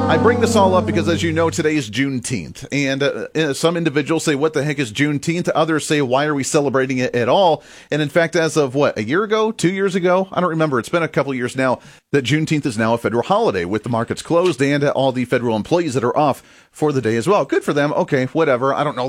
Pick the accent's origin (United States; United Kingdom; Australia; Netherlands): United States; Kansas